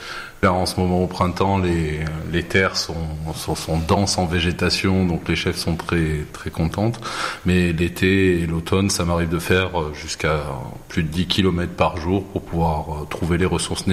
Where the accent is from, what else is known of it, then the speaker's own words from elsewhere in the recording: Occitanie, France; moved away as an adult; now in Corbières, France; je suis originaire d'Occitanie, donc pour moi c'était primordial de revenir justement sur mes terres. Avant de m'installer comme berger, je me suis expatrié pendant 10 ans à l'étranger. Donc c'était vraiment un retour aux sources.